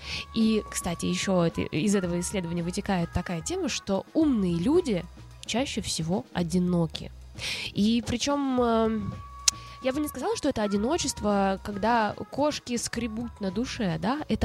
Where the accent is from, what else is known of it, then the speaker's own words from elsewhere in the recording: Russia; moved away; я из России